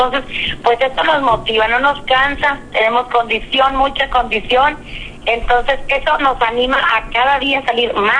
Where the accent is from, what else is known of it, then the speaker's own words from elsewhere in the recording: Coahuila, Mexico; somos los coahuilenses, somos los habitantes del Distrito 3